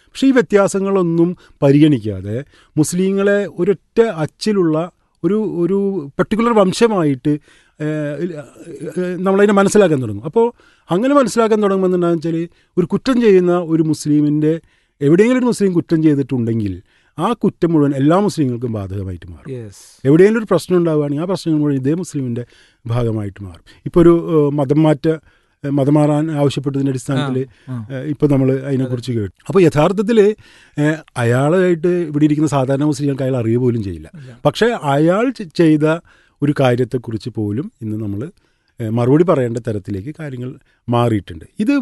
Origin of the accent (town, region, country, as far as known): Kerala, India